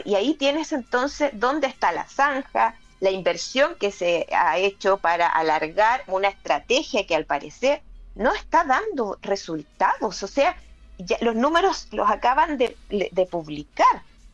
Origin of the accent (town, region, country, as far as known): Chile; moved away